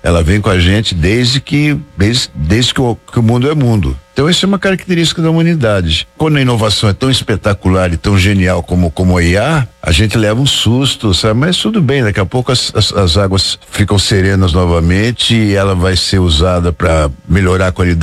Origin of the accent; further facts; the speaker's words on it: Taubaté, São Paulo, Brazil; Eu fui criado numa cidade ao lado de Aparecida, que é Taubaté. Aparecida, eu assim, 15, 20 minutos estava em Aparecida, então tinha uma relação de presença na cidade muito grande.